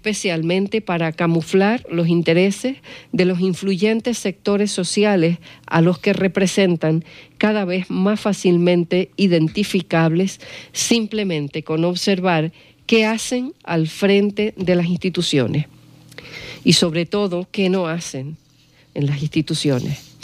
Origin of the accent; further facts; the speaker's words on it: Canary Islands, Spain; nos va a imponer cuáles deben ser lealtades como canarios, como españoles, como europeos